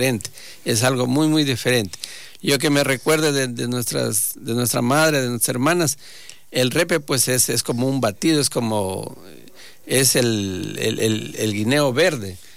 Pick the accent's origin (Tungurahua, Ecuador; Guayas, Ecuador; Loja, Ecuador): Loja, Ecuador; Catamayo; los que somos de Loja, al menos yo soy de Catamayo también